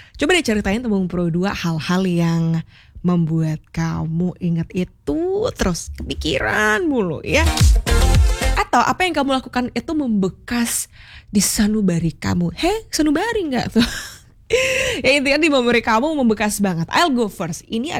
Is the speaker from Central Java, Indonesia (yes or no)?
no; Bali, Indonesia; Lapar kalau kita orang Bali bilang, seduk sajan basangi gitu ya.